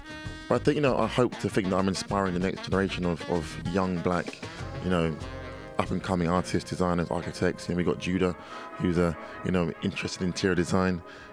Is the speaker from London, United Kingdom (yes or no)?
yes; London, United Kingdom; I grew up in North London in a big council estate